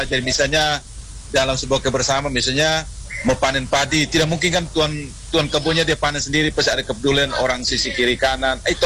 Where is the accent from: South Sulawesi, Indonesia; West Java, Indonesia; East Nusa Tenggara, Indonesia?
East Nusa Tenggara, Indonesia; kami orang Nagekyo